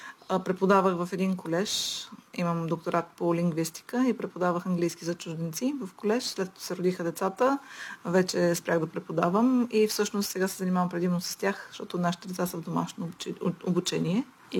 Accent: Blagoevgrad, Blagoevgrad Province, Bulgaria; moved away as an adult; now in Dallas, United States; Ами, родена съм си тук, в Благоевград. От Благоевград съм, но вече от 30 години живеем в Тексас.

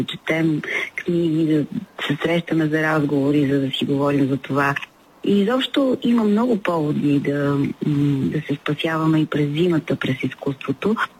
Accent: Plovdiv, Plovdiv Province, Bulgaria; moved away as an adult; защото аз съм пловдивчанка и заминах да уча в Софийския университет в София

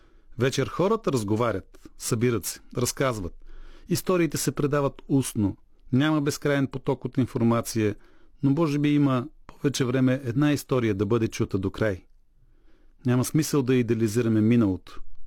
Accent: Kardzhali, Kardzhali Province, Bulgaria; Аз съм от Кърджали.

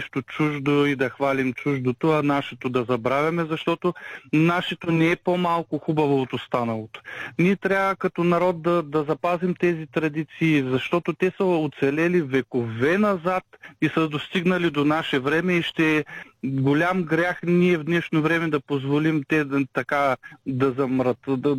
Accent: Pisarevo, Veliko Tarnovo Province, Bulgaria; Моето родно село е само на 4 км от Долна Оряховица, казва се Писарево, едно от всъщност старите селища в региона

